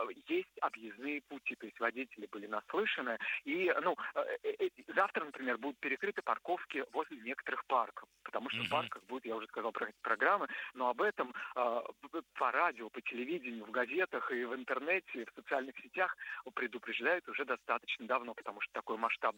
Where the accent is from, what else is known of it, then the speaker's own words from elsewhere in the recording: Bashkortostan, Russia; Башкирию, это мой родной край